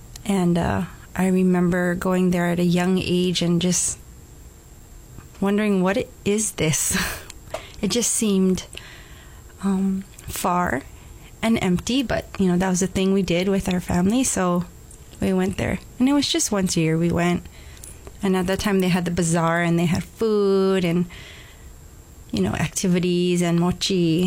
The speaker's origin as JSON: {"language": "English", "town": "Honolulu", "region": "Hawaii", "country": "United States", "tie": "born or raised there", "said": "I grew up in Honolulu. My parents are from Japan. They met in Honolulu, and got married, and I was born here."}